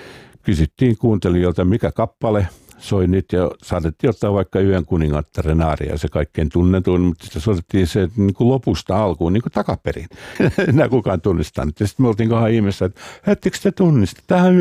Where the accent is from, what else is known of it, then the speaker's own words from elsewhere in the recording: Salo, Southwest Finland, Finland; meillä on Sävel on vapaa -ohjelma, jota mä kuuntelin jo pikkupoikana Salossa.